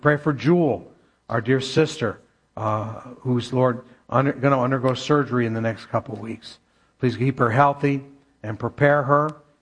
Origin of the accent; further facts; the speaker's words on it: Keene, New Hampshire, United States; born there; I was born in Keene, New Hampshire. If you've ever been to Camp Spofford, about 5 miles from Camp Spofford.